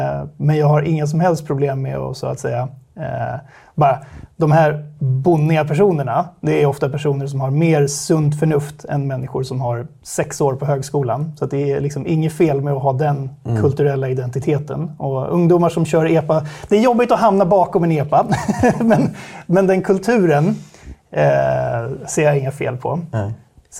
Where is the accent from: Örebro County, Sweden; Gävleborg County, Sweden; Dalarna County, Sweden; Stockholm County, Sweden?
Stockholm County, Sweden; Stockholm; Jag kommer från Stockholm. Akademiker bakgrund. Jag är jurist från början.